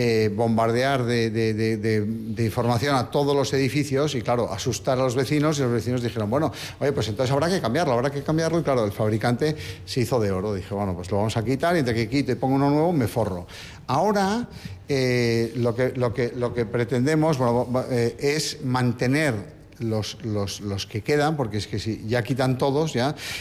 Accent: Bilbao, Basque Country, Spain; Yo soy de Bilbao, pero defiendo todo lo que hay en San Sebastián.

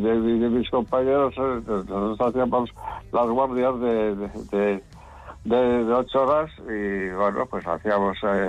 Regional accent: Machichaco, Basque Country, Spain; O sea que ahí he nacido, y bueno, pues después era normal para mí. Era un sitio donde yo había tenido mi niñez y mi juventud

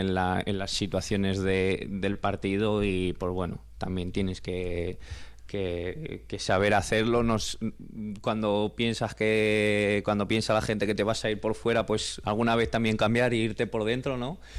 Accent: Zaragoza, Aragon, Spain; de Torrero, que es de donde soy yo, de Torrero La Paz

